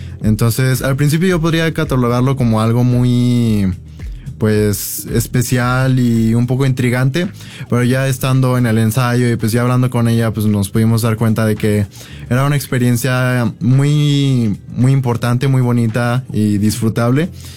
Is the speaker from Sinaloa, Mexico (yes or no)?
no; León, Guanajuato, Mexico; Soy de aquí, de León, Guanajuato.